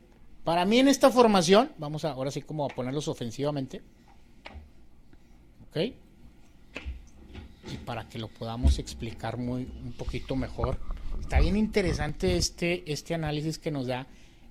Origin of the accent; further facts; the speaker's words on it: Monterrey, Nuevo León, Mexico; Yo soy regio